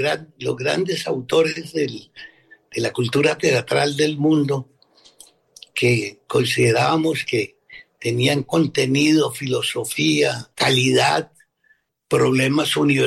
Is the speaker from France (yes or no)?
no; Colombia; moved away as an adult; also born or lived in Prague; qué íbamos a hacer regresando a Colombia